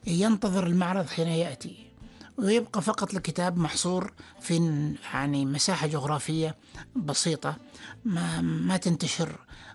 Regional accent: Oman; احنا عندنا في عمان

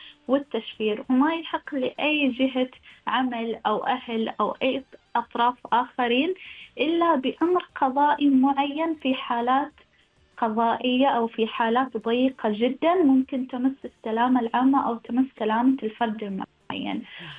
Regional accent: Oman; وإحنا كمجتمع عماني

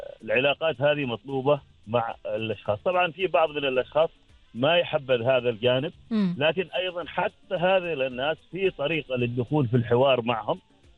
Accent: Oman; في هذا الصيف حاليا طبعا عندنا في عمان مكانين جميلات جدا، يمكن يكون الجبل الأخضر واحد.

